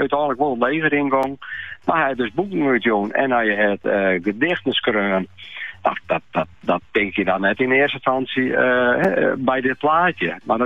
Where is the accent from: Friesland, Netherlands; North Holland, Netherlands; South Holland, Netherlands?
Friesland, Netherlands; Ja, ben ik echt Friesen.